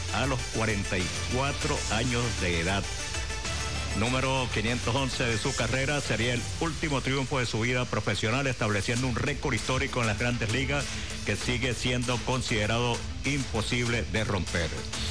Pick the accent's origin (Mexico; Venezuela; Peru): Venezuela; nos orgullece como venezolano